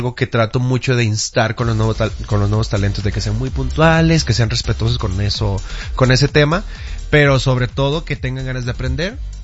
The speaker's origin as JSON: {"language": "Spanish", "country": "Costa Rica", "moved": "as an adult", "lives_now": "Mexico City, Mexico", "said": "yo vine, soy de Costa Rica."}